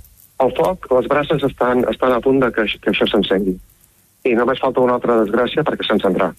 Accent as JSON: {"language": "Catalan", "town": "Manresa", "region": "Catalonia", "country": "Spain", "tie": "born or raised there", "said": "Jo, de fet, he nascut, he estudiat, m'he criat a Manresa i em sap molt greu tot el que està passant a Manresa."}